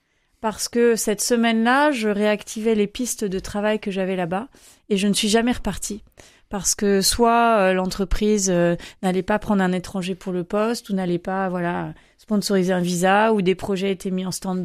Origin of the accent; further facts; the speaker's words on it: Saint-Malo, Brittany, France; born there; moved away as an adult; also born or lived in Angers / United States / England; je suis née à Saint-Malo.